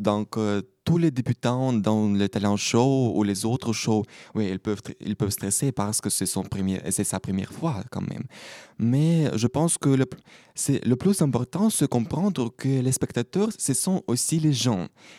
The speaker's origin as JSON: {"language": "French", "country": "Ukraine", "moved": "yes", "said": "je viens de l'Ukraine"}